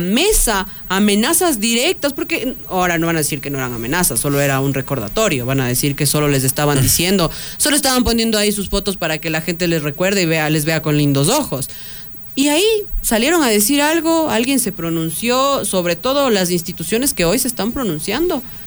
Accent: Ecuador

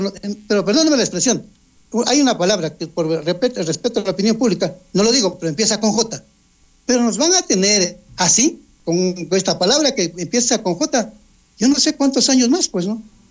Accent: Ecuador

